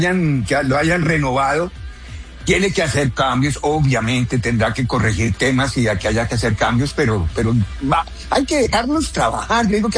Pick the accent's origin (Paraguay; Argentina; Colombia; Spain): Colombia